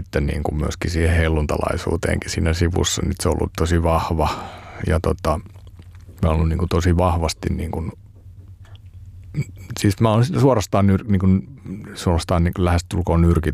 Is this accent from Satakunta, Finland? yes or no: no; Raahe, North Ostrobothnia, Finland; Ja mä menin sinne niin kuin uutena ja Raahe on mun kotipaikka siinä mielessä, että vanhemmat asuu siellä edelleenkin.